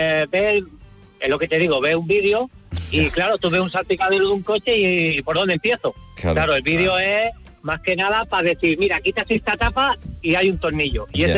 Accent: Castelldefels, Catalonia, Spain

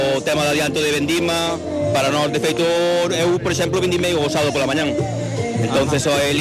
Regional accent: Leiro, Galicia, Spain; somos de Gomariz, pero tamén somos de Concello de Leiro

